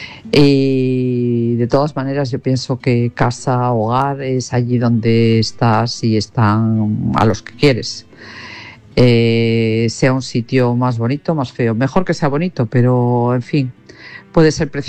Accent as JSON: {"language": "Spanish", "region": "Cantabria", "country": "Spain", "lives_now": "Sevilla, Spain", "said": "una cántabra en Sevilla o una cántabra retornada a Cantabria."}